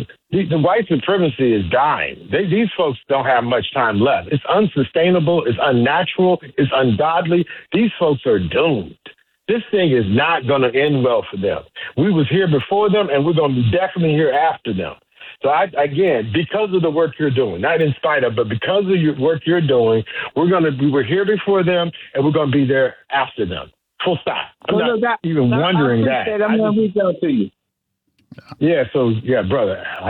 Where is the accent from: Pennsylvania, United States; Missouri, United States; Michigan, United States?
Missouri, United States; St. Louis; So my when I talk about my hometown in the United States, of course, I say St. Louis because that's where I spent much of my younger life.